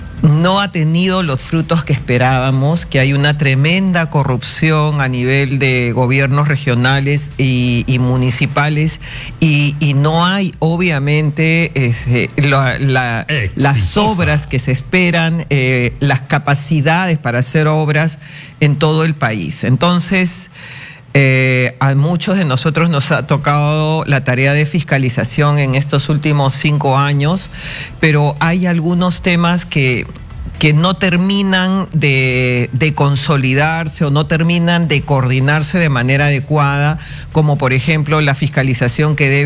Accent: Ica, Peru; quienes somos de provincias, yo soy de Ica

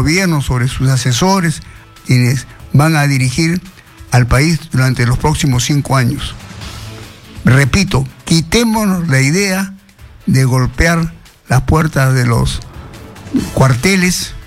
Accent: Peru

